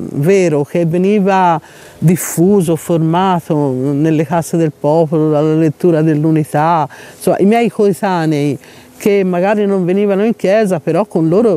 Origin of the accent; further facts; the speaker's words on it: Tuscany, Italy; un po' siamo toscani